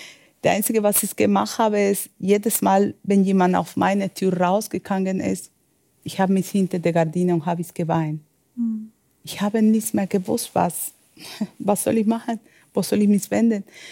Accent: Medellín, Antioquia, Colombia; German is a second language; moved away as an adult; now in Germany; Ich komme aus Medellin.

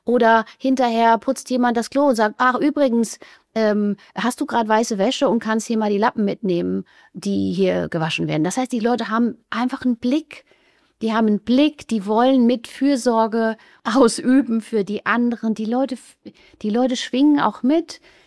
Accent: West Germany, Germany; moved away as an adult; also born or lived in Argentina; wir kommen aus Westdeutschland

